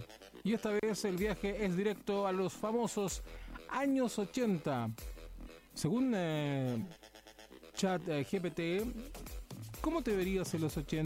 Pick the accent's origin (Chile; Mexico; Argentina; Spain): Chile; Somos chilenos